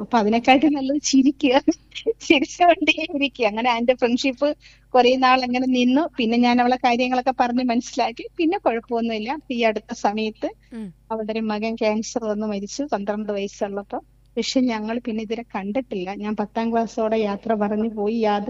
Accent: Kollam, Kerala, India; moved away; ഞാൻ വളർന്ന സ്ഥലത്തൂടെയൊക്കെ യാത്ര ചെയ്യുന്നതായിട്ട് കുറെ ലൊക്കേഷനുകളും കൊറേ കാണാത്ത എന്റെ ആ ലൊക്കേഷൻ മൊത്തം, അതായത് കൊല്ലത്തെ ലൊക്കേഷൻ മൊത്തം

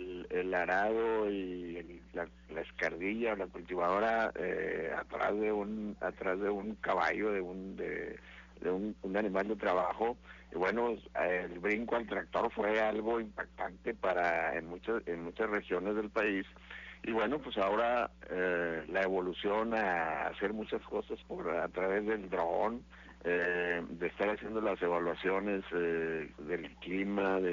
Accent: Madera, Chihuahua, Mexico; mi pueblo está enclavado allá en el municipio de Madera, Chihuahua, en lo más espeso de la Sierra Madre Occidental, en las colindancias con Sonora

